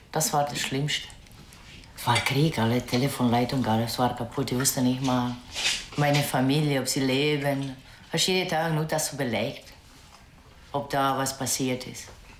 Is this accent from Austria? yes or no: no; Serbia; German is a second language; moved away as an adult; ich als Serbe